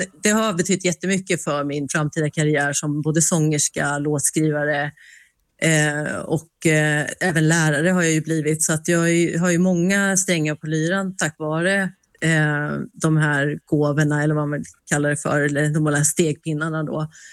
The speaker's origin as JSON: {"language": "Swedish", "country": "Sweden", "tie": "born or raised there", "said": "en produkt utav två kulturer, eller till och med tre eller fyra, beroende på hur man räknar lite. Men jag är ju uppvuxen i Sverige och född här, så att det är väldigt närvarande."}